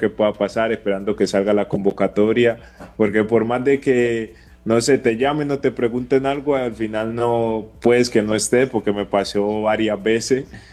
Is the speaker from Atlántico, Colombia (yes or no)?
no; Cali, Valle del Cauca, Colombia; Soy caleño y me encanta la salsa